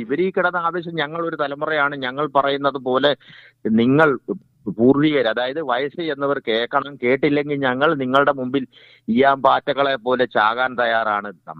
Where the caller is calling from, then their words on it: Thevalakkara, Kerala, India; ഞാൻ തേവലക്കര കോളേജിൽ നിന്ന് വിളിക്കുന്നത്